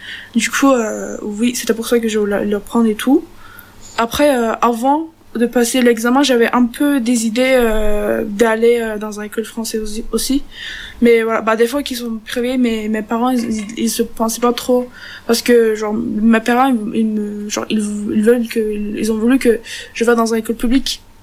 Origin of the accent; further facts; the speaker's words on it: Turkey; French is a second language; Des fois que je suis turque. Et je suis pas française, je suis pas une citoyenne française.